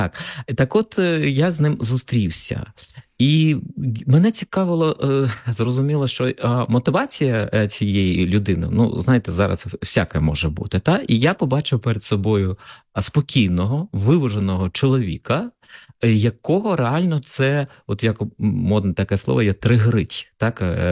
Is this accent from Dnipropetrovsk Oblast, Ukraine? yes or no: no; Kharkiv, Kharkiv Oblast, Ukraine; now in Lviv, Ukraine; а я зараз від 22-го року мешкаю у Львові, так склалося, хоча, Галю, ви знаєте, що я сам харків'янин.